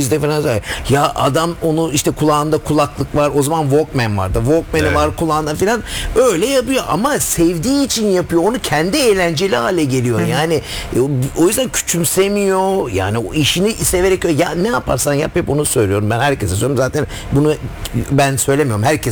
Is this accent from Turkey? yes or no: no; Germany; Ben Almanya'da doğup büyüdüm.